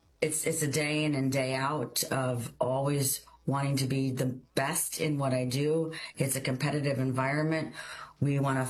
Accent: Wilkes-Barre, Pennsylvania, United States; I'm from Laughlin, Oakwood Park, which is right nestled in Wilkes-Barre, PA, originally

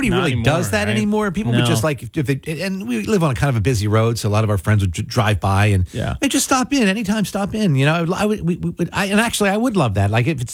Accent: Mays Landing, New Jersey, United States; Growing up in Maze Landing

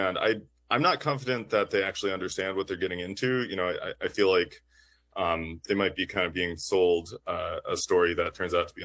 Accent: Duluth, Minnesota, United States; I can tell you about a story from my hometown, Duluth, Minnesota.

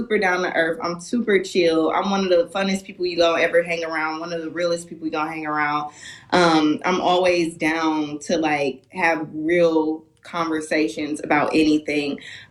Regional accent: Milwaukee, Wisconsin, United States; Milwaukee's home. All of my family and friends are still there. I'm back and forth, so yeah, man, I'm from Milwaukee through and through.

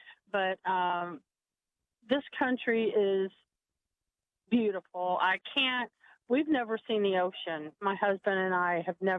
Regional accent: Missouri, United States; No, no. We're from about a half hour south of St. Louis, Missouri.

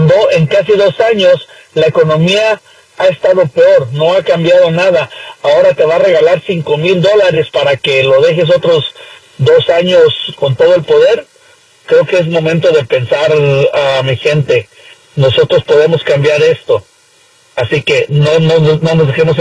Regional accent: Mexico; No sé si muchos de nosotros que somos mexicanos recordamos lo que hací

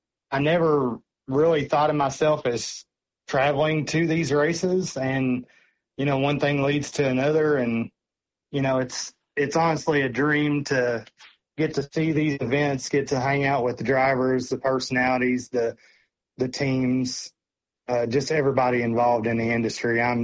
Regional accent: Kentucky, United States; Growing up in Western Kentucky

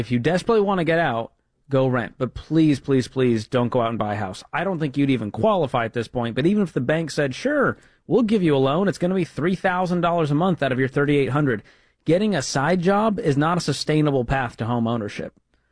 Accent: Boston, Massachusetts, United States; moved away as an adult; Yeah. I grew up in Boston, and at 20, I moved, not because of the cost of living

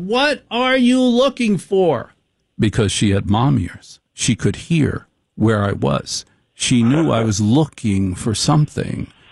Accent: Maplewood, New Jersey, United States; I grew up in Maplewood, and the minute I left for college, my parents moved to Short Hills. That day they moved to Short Hills. Did I grow up in Short Hills? No. I grew up in Maplewood.

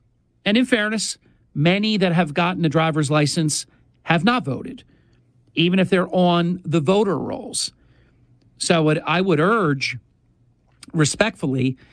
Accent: New Jersey, United States; my home state of New Jersey.

